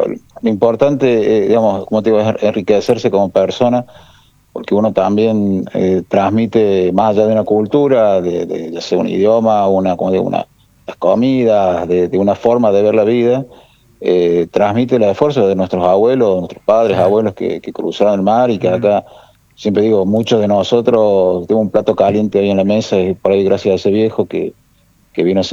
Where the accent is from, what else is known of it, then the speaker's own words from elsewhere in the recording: Argentina; entre nosotros poder mantener nuestra identidad, que somos argentinos. Obviamente la enriquecemos siendo también aprendiendo el idioma, las costumbres croatas